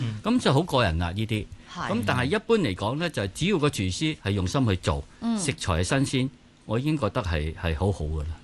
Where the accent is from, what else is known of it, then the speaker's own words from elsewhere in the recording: Chaozhou, Guangdong, China; 有细，因为我是潮州人、